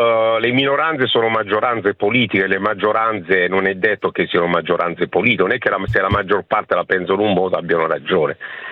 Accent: Apulia, Italy; now in Como, Italy; Per me che sono pugliese di origine e vivo a Como dall'83 è sempre un problema pronunciare la O.

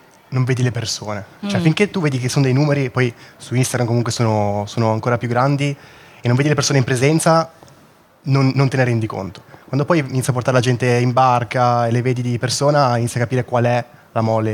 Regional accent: Liguria, Italy; È così, è genovese, siamo liguri

